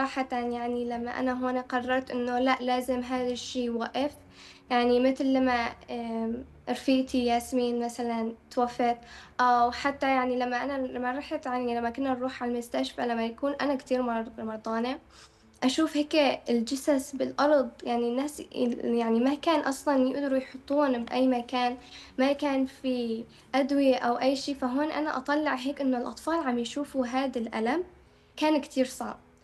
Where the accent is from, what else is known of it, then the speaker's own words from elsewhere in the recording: Aleppo, Aleppo Governorate, Syria; أنا طفلة سورية من حلب، وأنا أنا حائزة على جائزة الأطفال الدولية ل 2025